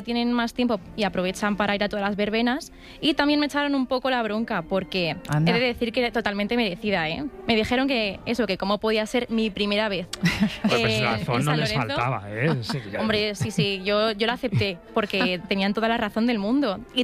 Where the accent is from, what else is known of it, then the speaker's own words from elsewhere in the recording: Madrid, Community of Madrid, Spain; yo soy madrileña de toda la vida, del barrio de Tetuán.